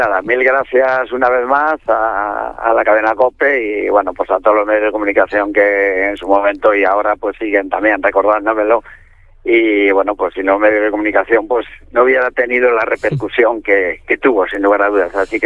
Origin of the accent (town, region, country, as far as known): Ponteareas, Galicia, Spain; born there